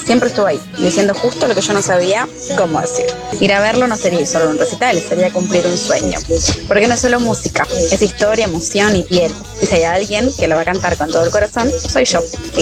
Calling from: Pilar, Buenos Aires Province, Argentina; de Zona Norte, Pilar.

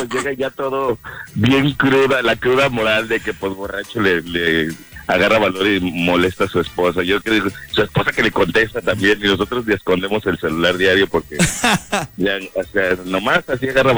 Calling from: Guadalajara, Jalisco, Mexico; de Guadalajara.

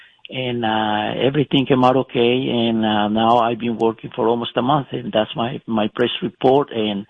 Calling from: California, United States; I'm calling from California.

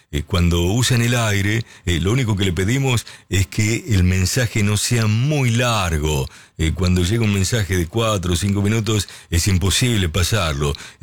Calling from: Chacabuco, Buenos Aires Province, Argentina; de Chacabuco.

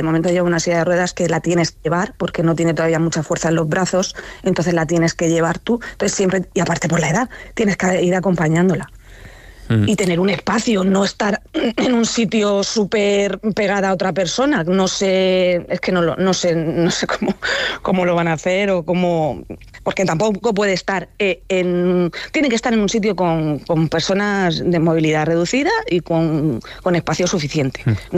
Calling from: Cartagena, Region of Murcia, Spain; no soy de Madrid, que yo vivo en Cartagena, Murcia

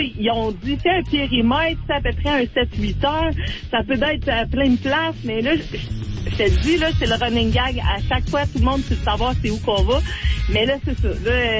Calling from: Trois-Rivières, Quebec, Canada; Ben, nous, on vient du coin de Trois-Rivières.

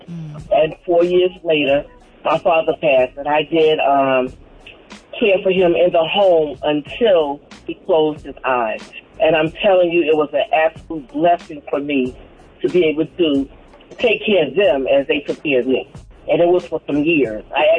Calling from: Douglasville, Georgia, United States; I'm calling from Douglasville, Georgia.

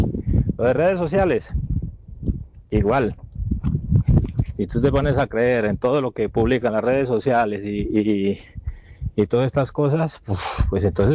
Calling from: Andalusia, Spain; llamo desde Andalucía, España.

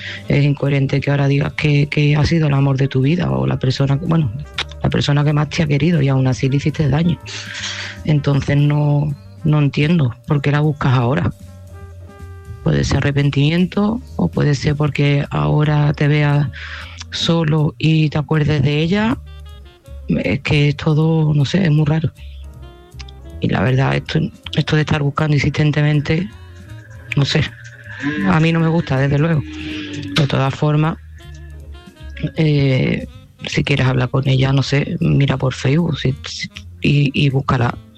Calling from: Seville, Andalusia, Spain; de Sevilla

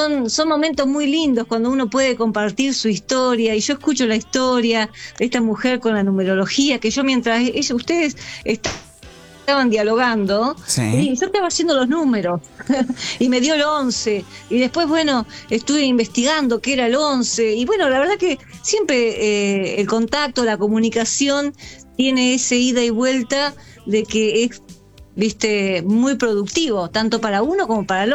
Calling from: General La Madrid, Buenos Aires Province, Argentina; fui parte también como radio aficionada acá en General La Madrid, en mi pueblito

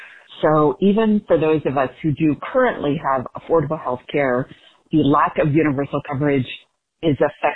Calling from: Ohio, United States; I'm calling from Ohio.

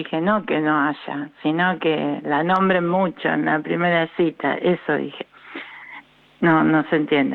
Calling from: Rosario, Santa Fe, Argentina; de Rosario.

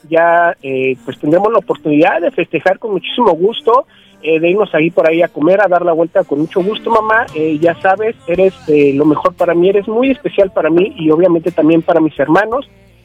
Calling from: Villahermosa, Tabasco, Mexico; Yo me encuentro en Villahermosa, Tabasco

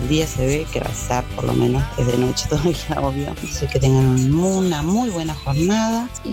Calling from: Rosario, Santa Fe, Argentina; de Nueva Iglesia, de Rosario en este momento.

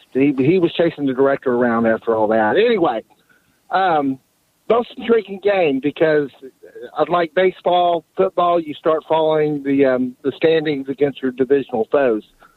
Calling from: Houston, Texas, United States; accent: Houston; also born or lived in South Carolina; I lived in South Carolina for 6 years. They all thought I was from Virginia.

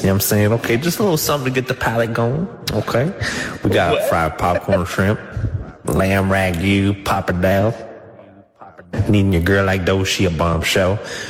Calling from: Chincoteague, Virginia, United States; We're calling here from Chicotee, Virginia. You know, we're here in the Delmarva Peninsula

